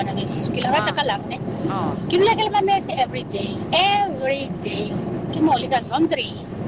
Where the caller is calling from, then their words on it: Mahikeng, North West, South Africa; I'm from Mafikene